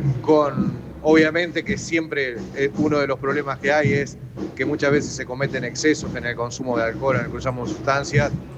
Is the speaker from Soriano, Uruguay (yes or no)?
yes; Mercedes, Soriano, Uruguay; Yo soy de Mercedes, como todo el mundo sabe